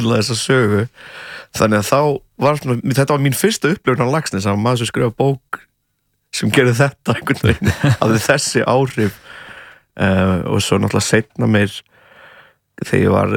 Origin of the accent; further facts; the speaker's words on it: Portugal; Icelandic is a second language; Ég, eins og ég hef sagt svona 300 sinnum og fólk er örglega þreytt á að hérna, náttúrulega ólst upp í Portugal.